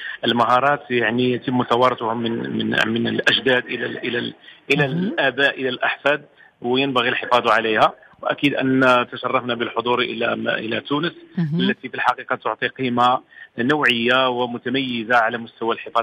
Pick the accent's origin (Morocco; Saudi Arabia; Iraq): Morocco; بالنسبة لنا كمغاربة